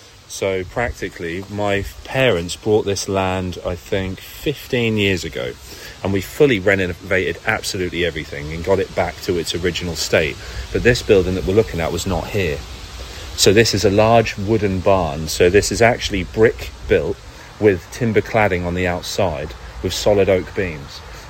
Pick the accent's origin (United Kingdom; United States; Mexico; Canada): United Kingdom; Great Yarmouth, East of England; It's Great Yarmouth, and I was born and raised in Great Yarmouth.